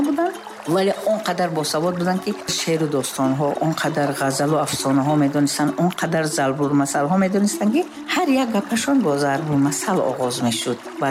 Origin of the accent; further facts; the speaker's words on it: Panjakent, Sughd, Tajikistan; moved away; кӯдакиам дар деҳа гузаштааст ва деҳаи ман хело деҳаи зебо аст.